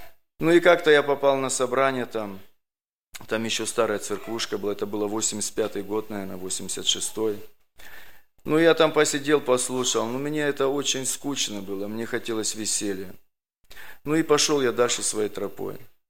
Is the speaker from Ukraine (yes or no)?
no; Georgievka, Kazakhstan; born there; also born or lived in Ivanovka, Kyrgyzstan; В 73-м году мы переехали в Казахстан, в село Георгиевка.